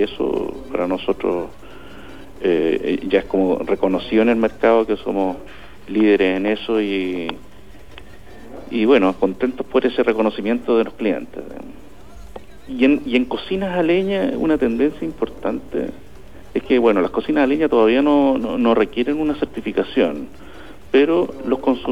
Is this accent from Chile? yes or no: yes; Chile; Como chilenos nos gusta colocarnos la valla más alta.